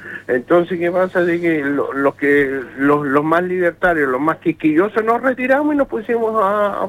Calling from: Chile; antes que la política, somos chilenos

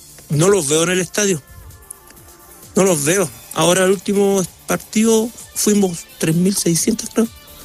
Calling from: Calama, Antofagasta, Chile; somos de aquí de Calama

